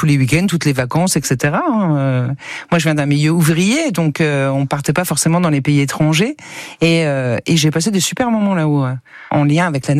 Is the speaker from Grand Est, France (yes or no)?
yes; Reims, Grand Est, France; vraiment originaire de Reims. Bon, après, je suis un sang mêlé.